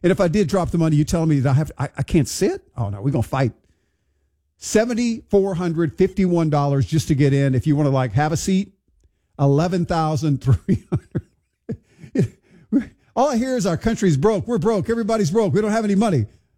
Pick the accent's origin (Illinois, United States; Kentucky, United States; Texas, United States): Texas, United States; Houston; some of the matches in my hometown of Houston.